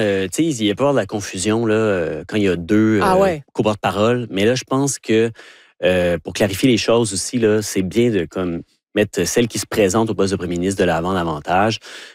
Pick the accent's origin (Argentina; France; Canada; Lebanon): Canada; Vanier, Ontario; born there; Ben oui, je suis né à Vanier, en face du marché du store. Mais donc, je suis un deuxième génération.